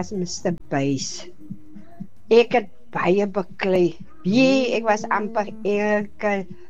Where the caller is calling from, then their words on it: Oudtshoorn, Western Cape, South Africa; van Oudsoring.